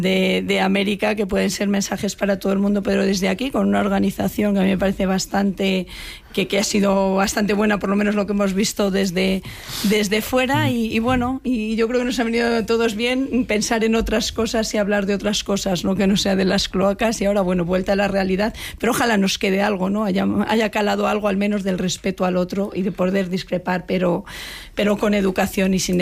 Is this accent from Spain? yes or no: yes; Spain; now in Madrid, Spain; yo como española y como, bueno, pues no soy de Madrid, pero vivo aquí